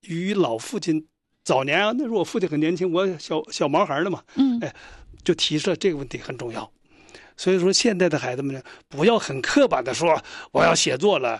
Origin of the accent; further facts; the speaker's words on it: Inner Mongolia, China; 他来到内蒙古，他到我们家乡来